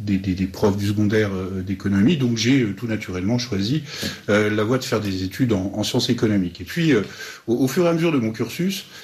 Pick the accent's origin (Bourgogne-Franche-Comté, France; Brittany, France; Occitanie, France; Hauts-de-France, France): Bourgogne-Franche-Comté, France; Dijon; Je suis bourguignon, je suis né à Dijon, j'ai fait toutes mes études à Dijon